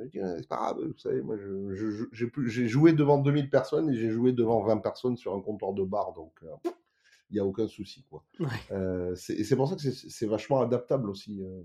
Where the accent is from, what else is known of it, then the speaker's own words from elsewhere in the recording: Nice, Provence-Alpes-Côte d'Azur, France; Je joue régulièrement aussi au musée des arts asiatiques de Nice, donc là c'est ma ville natale, on va dire que je suis à la maison.